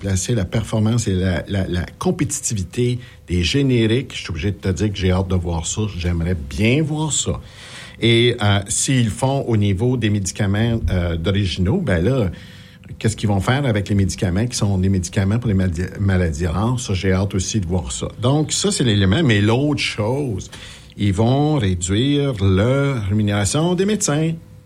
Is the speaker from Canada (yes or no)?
yes; Canada; on est canadien